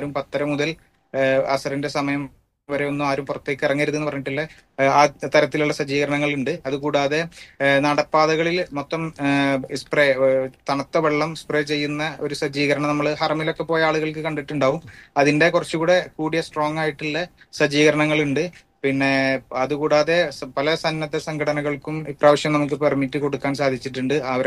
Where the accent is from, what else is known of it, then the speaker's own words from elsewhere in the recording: Vaduthala, Kerala, India; moved away as an adult; now in Jeddah, Saudi Arabia; ഞാന് നാട്ടില് തൃശ്ശൂർ ജില്ലയില് കുന്നംകുളത്തിനടുത്ത് വടുതല എന്ന് പറയുന്ന സ്ഥലത്താണ് എന്റെ വീട്. അവിടെയാണ് എന്റെ സ്വദേശം, അവിടെയാണ് ഞാൻ ഉള്ളത്.